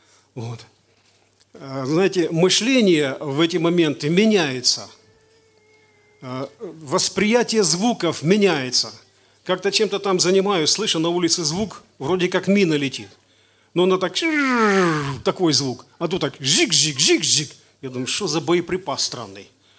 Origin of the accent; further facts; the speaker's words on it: Mariupol, Donetsk Oblast, Ukraine; moved away as an adult; now in Belgorod, Russia; Я из Мариуполя. Семья моя из Мариуполя. В 23-м году после всех этих событий мы переехали в Белгород.